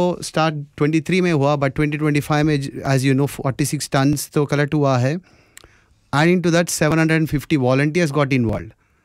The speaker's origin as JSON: {"language": "Hindi", "region": "South India", "country": "India", "second_language": "Hindi", "said": "Obviously apologies for my Hindi as well, क्योंकि आपको सबको पता है कि मैं साउथ से बिलोंग करता हूँ."}